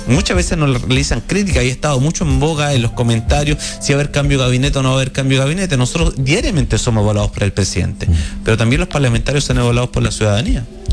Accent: Chile; Como somos chilenos y nos sentimos muy chilenos en el mes de septiembre

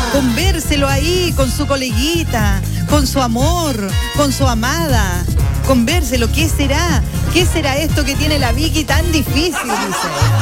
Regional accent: Chile; como somos todos los chilenos

